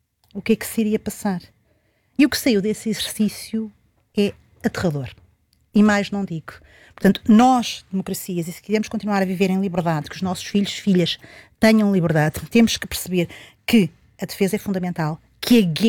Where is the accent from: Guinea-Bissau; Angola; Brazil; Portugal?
Portugal; nós, enquanto portugueses